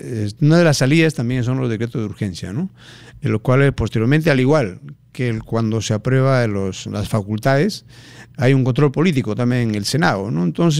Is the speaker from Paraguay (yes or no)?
no; Chota, Cajamarca, Peru; mi tierra natal, Chota